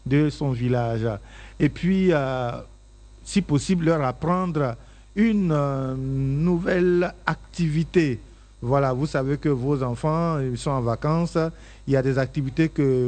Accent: Côte d’Ivoire

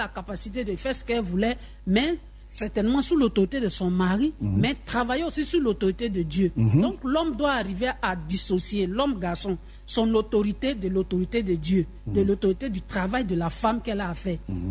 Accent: Abidjan, Côte d’Ivoire; Mais chez nous, à Abidjan ici

